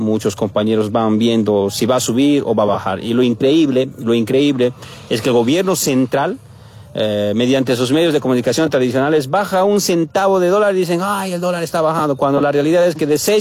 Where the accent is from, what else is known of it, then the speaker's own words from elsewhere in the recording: Bolivia; ni siquiera los bolivianos tengamos control de nuestro territorio